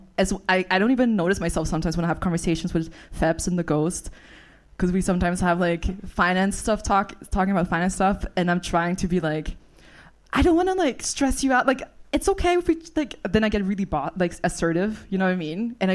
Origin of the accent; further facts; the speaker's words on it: Vienna, Austria; I'm from Vienna.